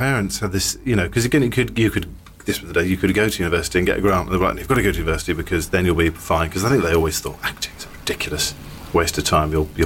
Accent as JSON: {"language": "English", "region": "South East England", "country": "United Kingdom", "tie": "born or raised there", "also_born_or_lived": "Manchester", "moved": "as an adult", "said": "it was a tiny village I grew up in Hampshire. There were two boys in my year."}